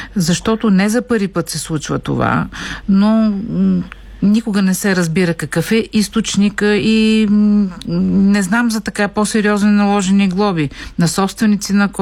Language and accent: Bulgarian; Burgas, Burgas Province, Bulgaria; Аз съм също от Бургас и имам спомени още от дете, как ние стъпваме на някои такива мазни топчета.